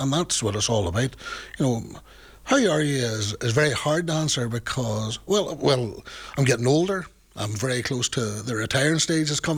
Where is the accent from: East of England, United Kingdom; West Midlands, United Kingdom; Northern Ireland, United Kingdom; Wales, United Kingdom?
Northern Ireland, United Kingdom; Bellaghy; I'm so lucky because I come from Blighy.